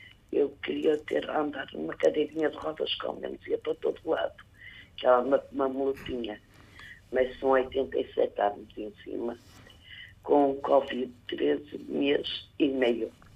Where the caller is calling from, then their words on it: Maia, Norte, Portugal; Eu moro no Porto, mas eu sou da Maia